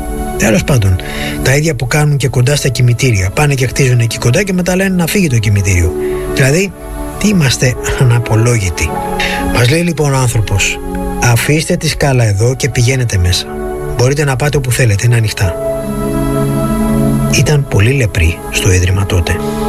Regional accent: Mandra, Greece; στο χωριό μου στη Μάντρα

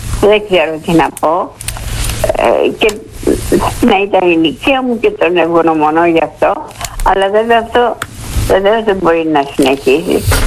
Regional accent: Athens, Attica, Greece; born there; now in Piraeus, Greece

